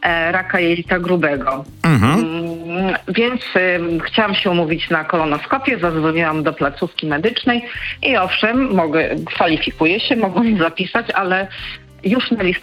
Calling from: Rzeszów, Subcarpathian Voivodeship, Poland; Mieszkam w Rzeszowie.

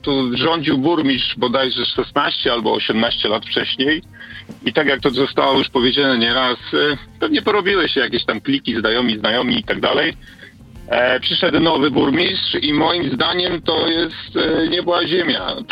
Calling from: Śrem, Greater Poland Voivodeship, Poland; Dzwonię ze Śremu. To jest takie miasto 30-paratysięczne pod Poznaniem.

